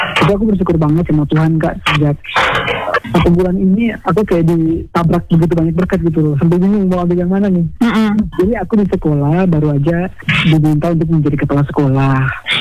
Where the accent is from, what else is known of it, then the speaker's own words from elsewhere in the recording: Rote Ndao, East Nusa Tenggara, Indonesia; now in Kupang, Indonesia; Aku pengen kuliah karena aku ingin berkontribusi buat daerah aku berasal, yaitu Nusa Tenggara Timur, terlebih khususnya di Rotendao.